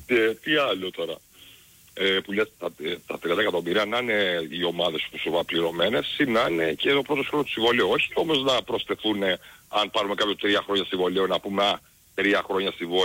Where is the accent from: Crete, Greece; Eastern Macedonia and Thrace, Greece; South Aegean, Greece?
Crete, Greece; Chania; αλλά εγώ είμαι από τα Χανιά όμως.